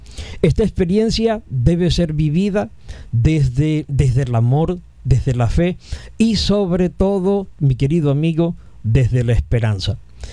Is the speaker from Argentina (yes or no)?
no; Venezuela; Estamos nosotros como venezolanos viviendo una experiencia de duelo tremendo